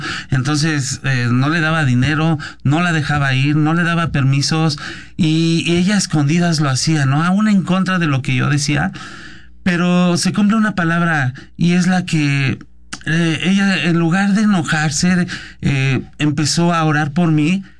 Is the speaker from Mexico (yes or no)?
yes; Ixtapaluca, State of Mexico, Mexico; born there; yo nací en CCA Iztapaluca.